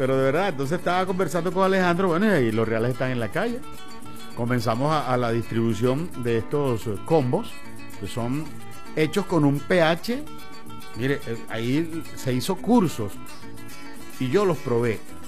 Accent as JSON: {"language": "Spanish", "country": "Venezuela", "said": "Porque somos venezolanos, lo llevamos en la sangre."}